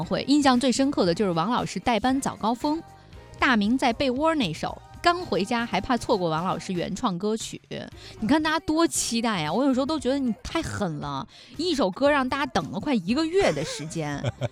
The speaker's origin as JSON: {"language": "Chinese", "town": "Taiyuan", "region": "Shanxi", "country": "China", "tie": "born or raised there", "said": "我的老家"}